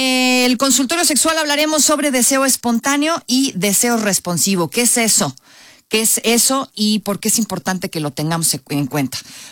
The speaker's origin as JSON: {"language": "Spanish", "country": "Mexico", "said": "Somos maravillosos los mexicanos."}